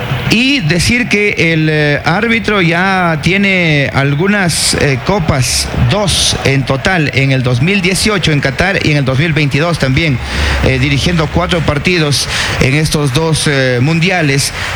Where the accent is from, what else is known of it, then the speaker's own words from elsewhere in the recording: Ecuador; No somos franceses, somos ecuatorianos. Hablamos el español, el castellano.